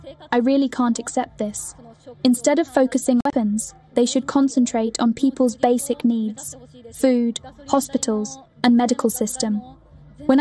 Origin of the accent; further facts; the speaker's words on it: Shizuoka, Japan; My hometown is in Shizuoka Prefecture.